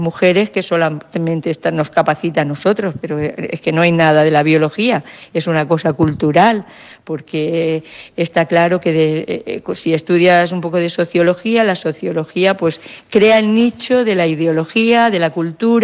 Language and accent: Spanish; Elche, Valencian Community, Spain; porque vengo de Elche, de la Comunidad Valenciana